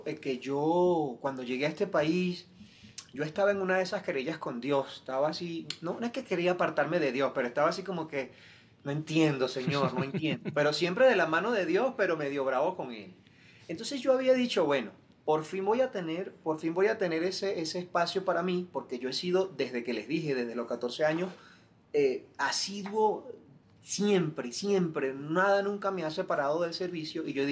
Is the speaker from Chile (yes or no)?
no; Venezuela; moved away as an adult; now in Quito, Ecuador; yo por lo general suelo portar una cruz que pertenece a los sacerdotes con los que yo me crié en la fe allá en Venezuela